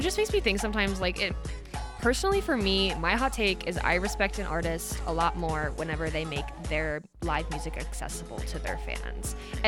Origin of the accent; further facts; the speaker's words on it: West Virginia, United States; now in Fort Collins, United States; So I am actually from West Virginia